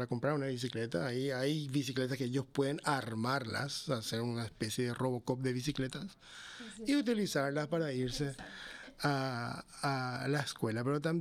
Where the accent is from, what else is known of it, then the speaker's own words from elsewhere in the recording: Paraguay; also born or lived in United States; Vengo de Paraguay, pero viví mucho tiempo también en Estados Unidos